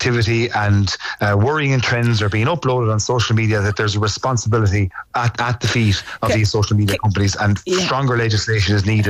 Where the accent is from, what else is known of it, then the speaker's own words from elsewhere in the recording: Ireland; as an Irish government and as an Irish people